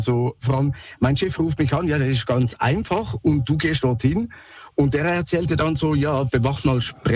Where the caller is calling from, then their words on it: Switzerland; accent: Swiss; Ich rufe jetzt gerade aus Lörrach an. Mhm. Sorry, mein Akzent, ich bin Schweizer.